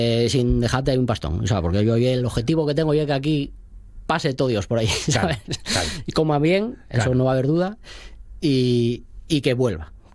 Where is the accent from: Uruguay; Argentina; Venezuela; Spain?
Spain; Asturias; Soy de La Nueva, iba a hacer un restaurante allí. Mi familia, parte de mi familia allí es de La Nueva. Y mi abuela vivía allí